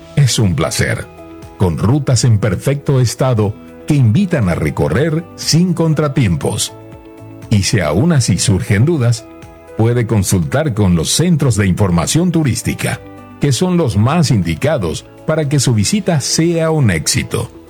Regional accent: Paraguay; redescubrir nuestra propia identidad como paraguayos

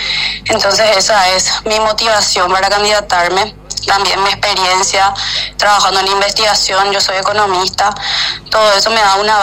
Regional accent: Luque, Central, Paraguay; Yo siento demasiado orgullo por mi ciudad, como digo, siempre toda mi vida viví acá, nací en Luque, entonces tengo el arraigo demasiado fuerte por mi ciudad.

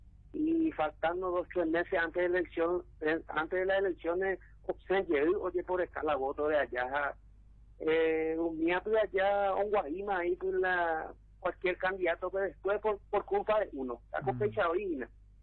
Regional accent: Presidente Franco, Alto Paraná, Paraguay; nuestro pueblo franqueño.

